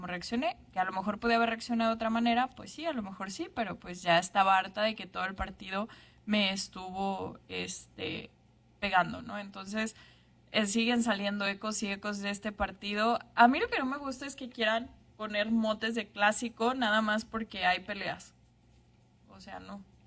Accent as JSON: {"language": "Spanish", "country": "Mexico"}